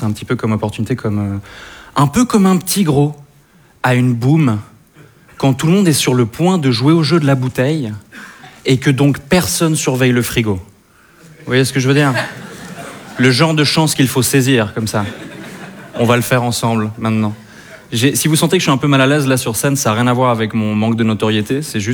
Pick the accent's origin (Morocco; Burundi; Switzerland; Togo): Switzerland; now in Paris, France; je suis suisse. Ça surprend les Parisiens, parfois, quand j'explique que je suis suisse